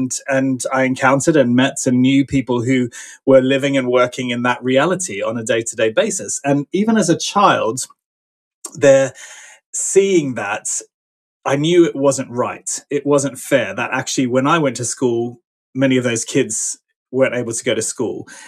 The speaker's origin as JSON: {"language": "English", "country": "Philippines", "tie": "born or raised there", "said": "because I grew up in the Philippines. My parents were Salvation Army ministers, and they were serving there, and so I lived in the Philippines with them."}